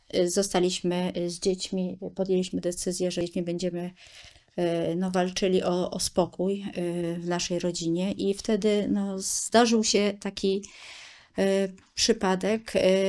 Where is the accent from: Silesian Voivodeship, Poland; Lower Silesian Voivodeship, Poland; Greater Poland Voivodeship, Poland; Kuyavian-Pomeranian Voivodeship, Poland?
Greater Poland Voivodeship, Poland; poszukiwałam i w tym województwie, i poza tym województwem, gdzie pochodzę z Wielkopolski